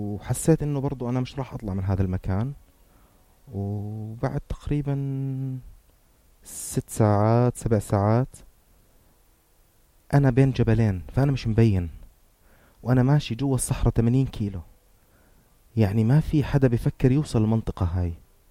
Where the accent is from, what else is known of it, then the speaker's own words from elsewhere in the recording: Jordan; أنا شاب أردني